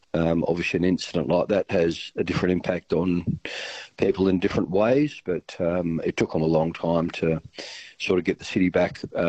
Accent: Wiluna, Western Australia, Australia; So my sister and I grew up in Wiluna and then schooled in Wiluna, Leonora and Kalgoorlie for a while.

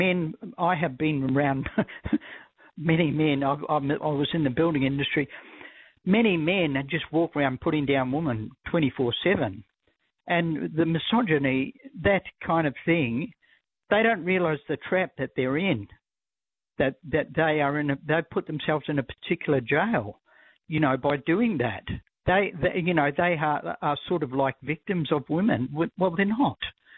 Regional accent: Christchurch, Canterbury, New Zealand; I went back to my hometown, which is Christchurch, New Zealand

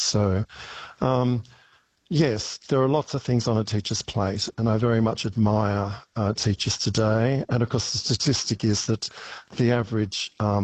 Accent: Sydney, New South Wales, Australia; now in Darwin, Australia; Okay, I grew up in Sydney, where I went to school, where my family lived, where I went to university.

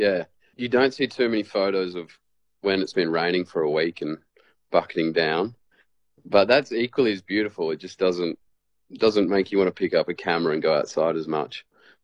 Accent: Australia; I've lived on Cocos for 3 years now, and I grew up on Cocos as a kid as well.

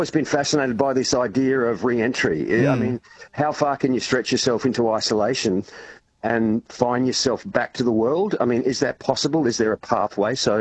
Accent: South Australia, Australia; So I've spent many years in growing up in South Australia, actually.

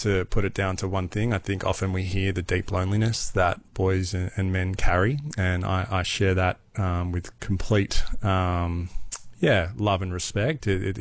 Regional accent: New South Wales, Australia; No, I grew up in New South Wales. I loved footy, sport. That was kind of my identity.

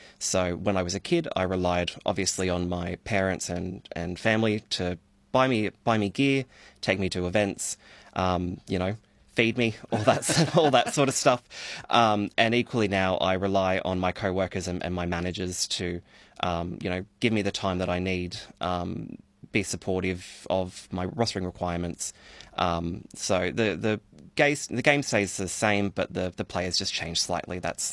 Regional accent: New South Wales, Australia; I started out at Penrith, because I grew up in the Hawkesbury, started out at Penrith

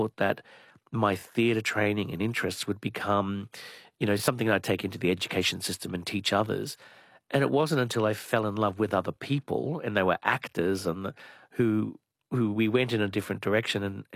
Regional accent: Logan, Queensland, Australia; a young Aboriginal gay man growing up in Logan at the time, who just felt in the 70s into the 80s, just felt totally kind of alone with no one around.

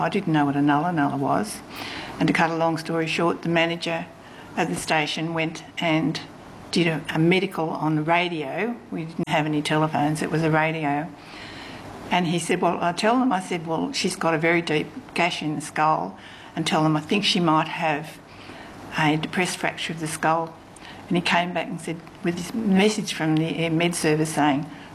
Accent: Wollongong, New South Wales, Australia; I came from Wollongong, New South Wales. I was managing operating theatres at Port Kembla Hospital.

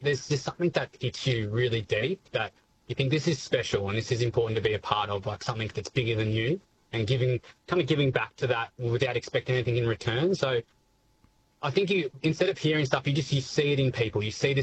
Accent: Rokeby, Victoria, Australia; I volunteer at the local market just in Rokeby, my hometown.

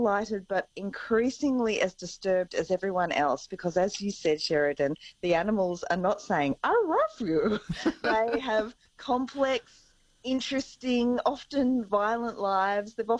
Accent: Gippsland, Victoria, Australia; I am from the country. I grew up in Gippsland

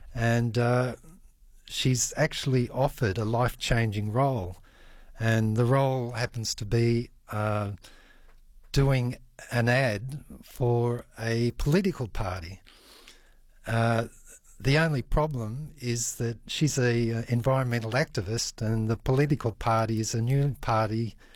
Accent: Sydney, New South Wales, Australia; Yeah, well, I'm originally from Sydney, and in Sydney I actually never owned a car.

